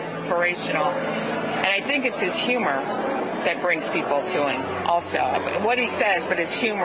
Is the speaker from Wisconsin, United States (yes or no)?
no; Peoria, Illinois, United States; born there; now in North Carolina, United States; I was born in Peoria